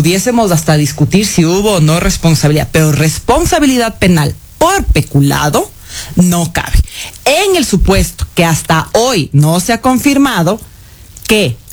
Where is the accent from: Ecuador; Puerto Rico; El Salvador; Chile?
Ecuador; evidentemente como ecuatoriana entiendo la indignación y querer que las cabezas rueden.